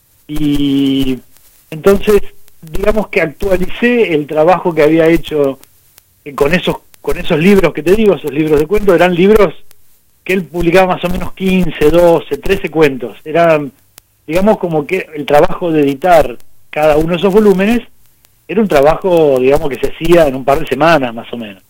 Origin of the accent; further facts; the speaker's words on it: Río Gallegos, Santa Cruz, Argentina; now in Buenos Aires, Argentina; la audiencia que te está escuchando en este momento en mi ciudad natal